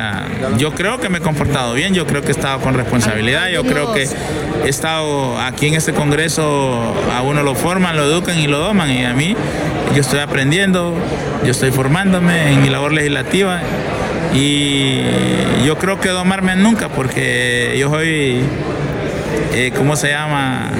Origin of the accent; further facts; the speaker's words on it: Orocuina, Choluteca, Honduras; que voy a mi pueblo, yo voy a Orocuina, yo voy allá a Morolica